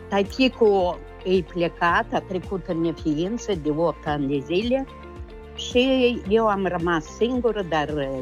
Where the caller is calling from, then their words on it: Hîrtopul Mare, Criuleni District, Moldova; Din Hârtopul Mare.